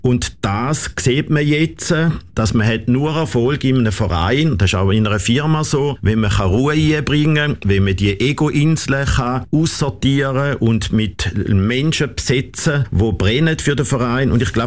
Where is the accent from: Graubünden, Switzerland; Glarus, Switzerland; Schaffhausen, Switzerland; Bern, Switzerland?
Schaffhausen, Switzerland; Für mich natürlich als Schaffhauser